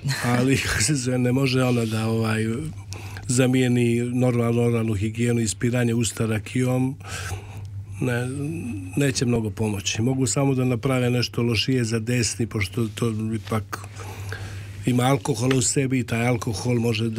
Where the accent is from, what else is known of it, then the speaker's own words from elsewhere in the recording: Montenegro; Pa, kod nas, ja sam iz Crne Gore, i tamo odakle sam ja porijeklom iz okoline Cetinja, mi smo imali tu priču